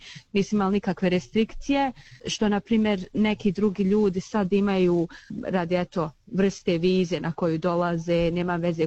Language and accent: Bosnian; Srebrenica, Republika Srpska, Bosnia & Herzegovina; now in Australia; Mi smo poreklom iz Srebrenice, 92. smo ja, moja majka, moja njene, moj brat. Krenuli iz Srebrenice prema Sloveniji sa drugim izbjeglicama.